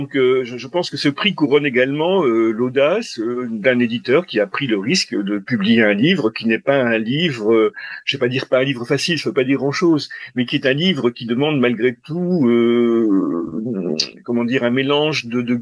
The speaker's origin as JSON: {"language": "French", "town": "Marcq-en-Barœul", "region": "Hauts-de-France", "country": "France", "tie": "born there", "said": "je suis né près d'Ille, à Marcq-en-Barœul"}